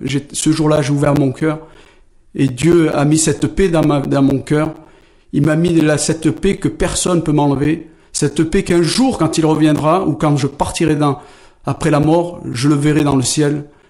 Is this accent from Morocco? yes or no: no; Algeria; je suis toujours un arabe, j'aime toujours mes compatriotes, et que je suis algérien, et que je le resterai jusqu'à la fin de mes jours, et j'en suis fier.